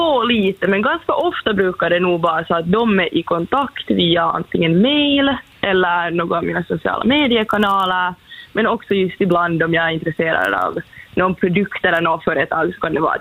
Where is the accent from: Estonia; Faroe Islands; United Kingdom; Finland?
Finland; first language Swedish; jag är liksom finlandssvenska, svenska är mitt modersmål